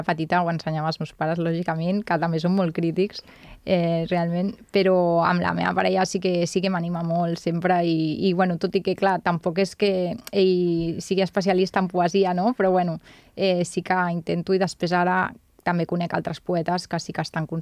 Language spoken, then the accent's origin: Catalan; Barcelona, Catalonia, Spain; el districte de Sant Andreu, que era el meu barri.